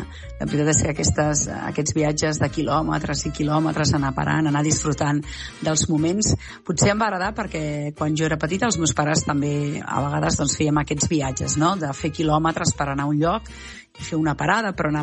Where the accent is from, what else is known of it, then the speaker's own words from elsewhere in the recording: Berga, Catalonia, Spain; now in Sant Cugat del Vallès, Spain; Jo sóc de Berga i, per tant, el mar no es veu, i on visc a Sant Cugat tampoc es veu el mar.